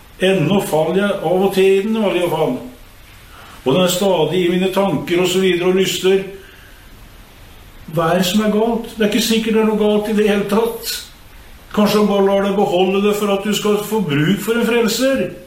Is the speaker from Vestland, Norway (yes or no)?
no; Kragerø, Telemark, Norway; der jeg kommer fra, Sandral Kragerø.